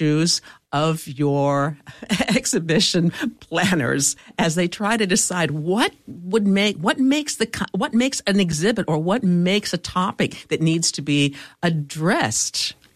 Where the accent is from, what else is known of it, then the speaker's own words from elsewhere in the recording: United States; as an American Jew, we are what we used to call that melting pot.